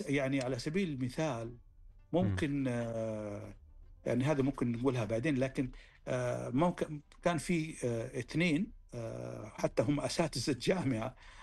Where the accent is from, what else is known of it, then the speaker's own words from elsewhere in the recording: Saudi Arabia; عندنا في السعودية هنا